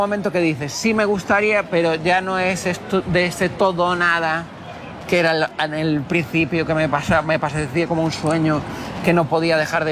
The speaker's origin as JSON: {"language": "Spanish", "region": "Canary Islands", "country": "Spain", "tie": "born there", "said": "Porque yo nací en Canarias, tú eres canario. No te olvides nunca, me decía así con pasión, no te olvides nunca de cuál es tu sangre."}